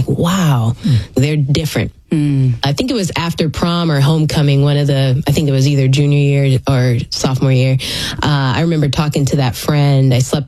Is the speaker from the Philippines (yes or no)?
yes; Manila, Metro Manila, Philippines; born there; So 1989, I was born in Manila, the Philippines.